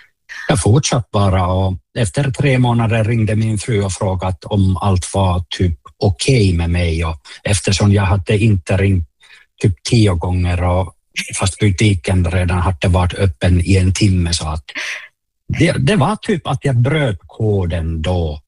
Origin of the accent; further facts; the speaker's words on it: Oulu, North Ostrobothnia, Finland; Swedish is a second language; now in Sweden; Att jag sa direkt att hej, att jag är från Uleåborg. Som ni hör, så jag kan inte prata svenska ordentligt, men jag håller på att lära mig.